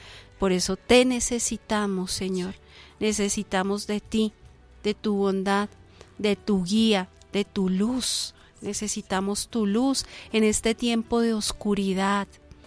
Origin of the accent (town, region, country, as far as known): Colombia